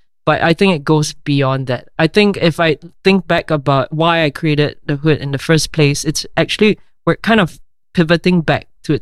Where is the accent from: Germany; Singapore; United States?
Singapore; now in Paris, France